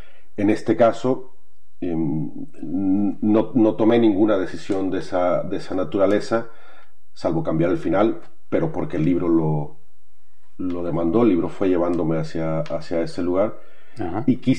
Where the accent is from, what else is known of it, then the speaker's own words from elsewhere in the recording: northern Mexico, Mexico; moved away; Yo soy del norte de México